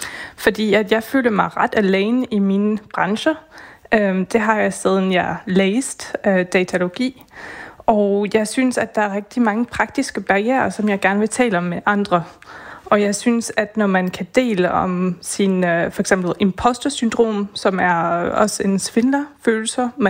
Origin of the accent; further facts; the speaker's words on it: Belgium; now in Denmark; Jeg kommer selv fra Belgien